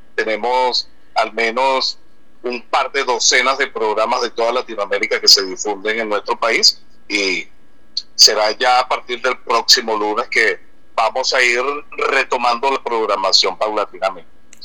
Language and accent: Spanish; Venezuela